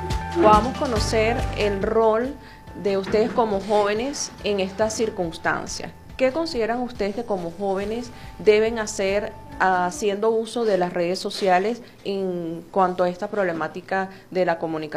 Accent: Venezuela

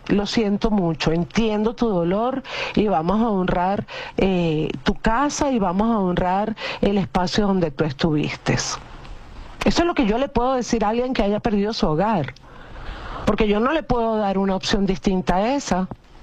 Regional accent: Venezuela; si bien yo no viví en La Guaira, yo tuve mi vida también en La Guaira, como muchos venezolanos.

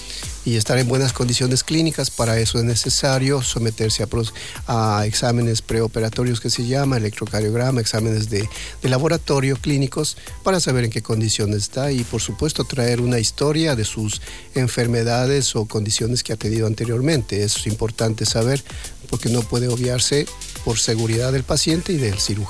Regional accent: Buenos Aires, Argentina; moved away; Ya llevo 25, 26 años de trayectoria quirúrgica, que desde que vine desde Buenos Aires para ya instalarme en el país, ¿no?

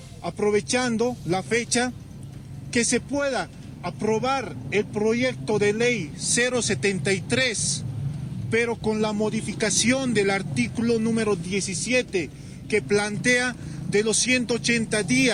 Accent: Bolivia; nosotros como bolivianos

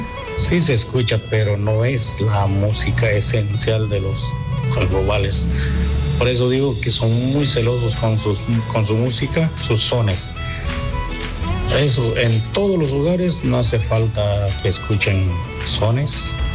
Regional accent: Santa Eulalia, Huehuetenango, Guatemala; first language Q'anjob'al; Spanish is a second language; vengo de Santa Eulalia, Huehuetenango. Soy maya anjobal. Mi idioma nativo es el anjobal.

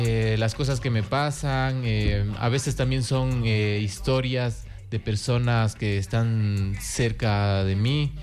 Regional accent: Latacunga, Cotopaxi, Ecuador; yo soy de aquí de Latacunga, específicamente del barrio Rumipamba.

